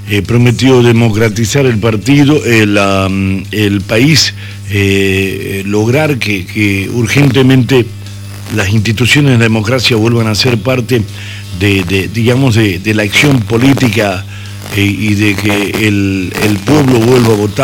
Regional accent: Argentina; como argentino lo digo

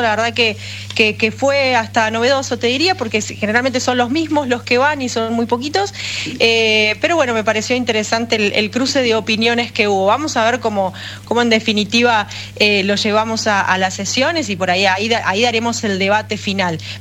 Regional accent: Ushuaia, Tierra del Fuego, Argentina; Soy de Ushuaia, exactamente, sí.

